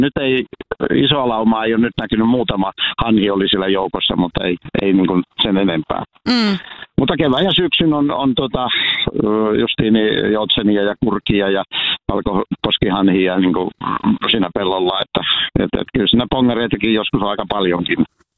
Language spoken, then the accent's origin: Finnish; Angesselkä, Central Finland, Finland; No joo, itse asiassa olen paljasjalkainen angesselkäläinen. Ainoastaan 6 vuotta on asunut Angesselän ulkopuolella